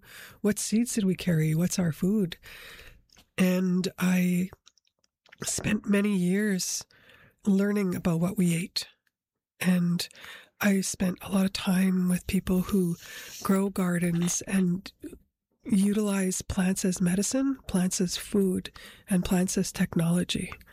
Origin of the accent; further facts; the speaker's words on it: Manitoba, Canada; and I'm from Swan Lake First Nation, Kapshkikamak, with relations in Long Plain, too.